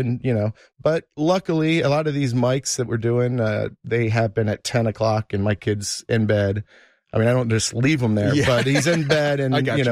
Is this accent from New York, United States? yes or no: yes; Rochester, New York, United States; moved away as an adult; also born or lived in Texas; now in Houston, United States; my parents moved me at the age of two to New York. I grew up in New York, upstate Rochester, not a great place to live.